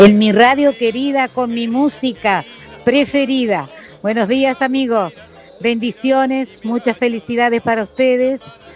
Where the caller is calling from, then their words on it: San Benito, Entre Ríos, Argentina; de San Benito.